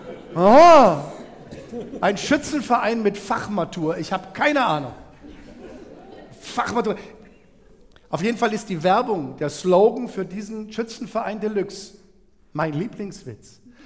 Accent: Munich, Bavaria, Germany; moved away as an adult; Ich bin ja in München aufgewachsen worden. Bin dann nach der Schule nach Baden-Württemberg

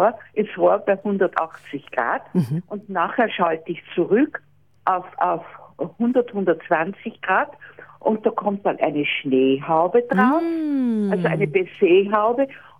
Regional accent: Austria; Ich bin ja aus Österreich und bei uns gibt es in Wien den Grenadiermarsch.

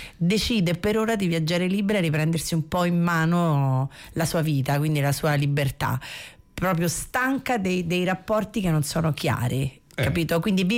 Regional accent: Rome, Lazio, Italy; no, sono di Roma, però mi adatto facilmente.

